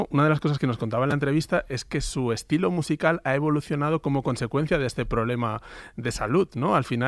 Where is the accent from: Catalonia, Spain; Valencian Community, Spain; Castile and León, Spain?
Catalonia, Spain; Barcelona; A ver, yo soy de Barcelona, entonces no me ha costado tanto